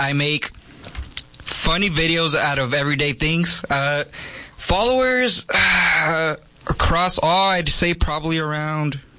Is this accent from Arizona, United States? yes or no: yes; Yuma, Arizona, United States; I grew up on Somerton Avenue, but I basically my whole life Yuma.